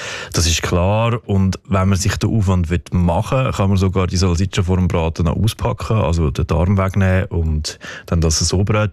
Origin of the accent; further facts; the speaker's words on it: Switzerland; Und der krauste Peterli, den wir auch im Detailhandel da bei uns in der Schweiz oft finden, der ist tatsächlich, wie auch ich finde, amig nicht so schmackhaft.